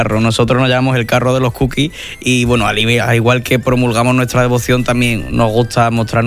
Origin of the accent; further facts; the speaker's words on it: Andalusia, Spain; los que somos andaluces